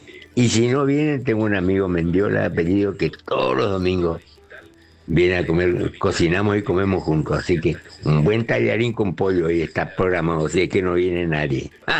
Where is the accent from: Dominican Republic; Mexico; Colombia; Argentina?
Argentina; Clorinda, Formosa; lo que más extraño son las carreras de sortijas acá en mi pueblo, en Clorinda, y sobre la calle Rivadavia.